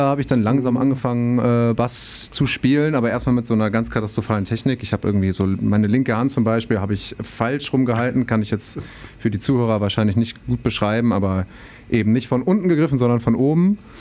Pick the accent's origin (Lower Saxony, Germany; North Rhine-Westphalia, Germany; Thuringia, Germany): Lower Saxony, Germany; Göttingen; moved away as an adult; also born or lived in Amsterdam; Ich komme aus Göttingen, aus Südniedersachsen.